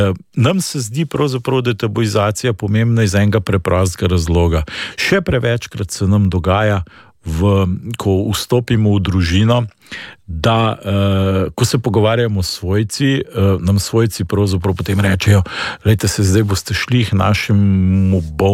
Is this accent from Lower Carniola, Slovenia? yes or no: yes; Lower Carniola, Slovenia; jaz prihajam z Dolenske